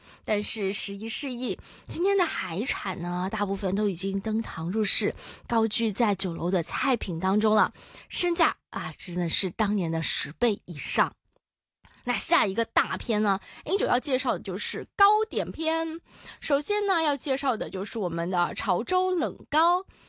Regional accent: Macau; 堪称啊是我们澳门人白手起家的模范

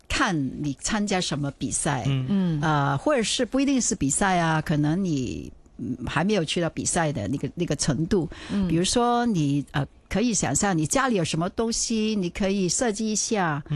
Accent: China; 因为我们是中国人嘛

